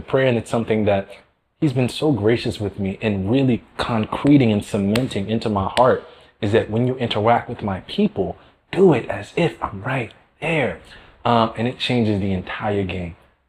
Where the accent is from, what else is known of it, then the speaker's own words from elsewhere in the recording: New York City, New York, United States; now in Ave Maria, United States; so I'm from Harlem, New York City, and, you know, bright lights, busy streets, train stations, crowded people.